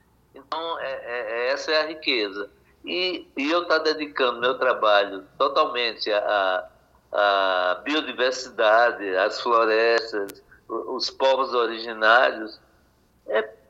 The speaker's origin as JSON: {"language": "Portuguese", "region": "Northeast Region", "country": "Brazil", "tie": "born there", "said": "a minha região, o Nordeste, onde eu nasci, que tem meu povo, que também faz parte do Brasil, né?"}